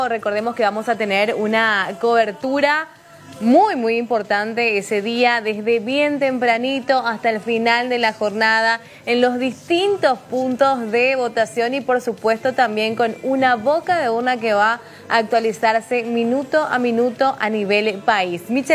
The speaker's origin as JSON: {"language": "Spanish", "town": "Barrio Obrero", "region": "Asunción", "country": "Paraguay", "said": "Bueno, pero nosotros yo somos de Barrio Obrero."}